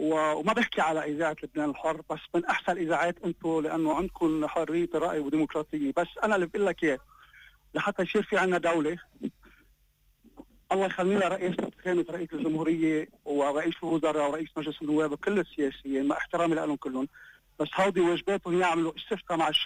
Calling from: Australia; انا عم بحكيك من استراليا

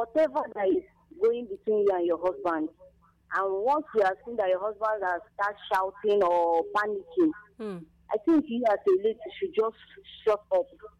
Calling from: Kano, Nigeria; I'm coming from Ugo in Kano West.

